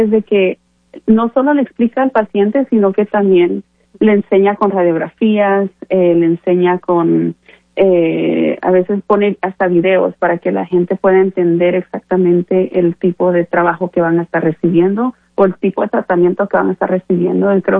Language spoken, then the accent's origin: Spanish; Guatemala; moved away; Yo soy de Guatemala originalmente.